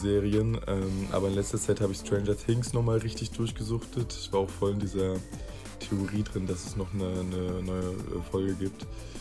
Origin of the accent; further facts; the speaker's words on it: Leipzig, Saxony, Germany; Ich komme aus Leipzig.